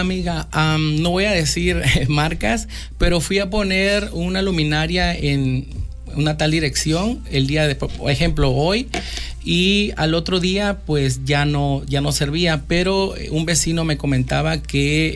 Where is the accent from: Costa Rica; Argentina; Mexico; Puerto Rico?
Mexico; Mapastepec, Chiapas; born there; yo soy de Mapastepec, soy nacido de Mapastepec. Vengo de una familia de buenos principios